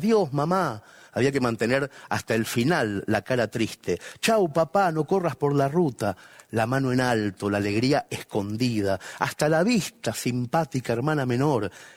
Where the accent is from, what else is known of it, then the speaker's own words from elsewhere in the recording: Mercedes, Buenos Aires Province, Argentina; En mi pueblo natal, en Mercedes